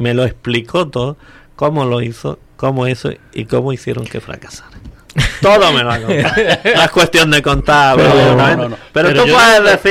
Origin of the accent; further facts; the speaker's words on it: Adra, Andalusia, Spain; Como soy nativo de allí, no quiero saberlo encima.